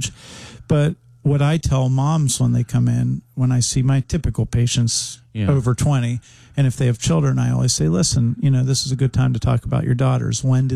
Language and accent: English; Pittsburgh, Pennsylvania, United States; moved away as an adult; how can you not be a fan growing up in Pittsburgh in the 70s and 80s?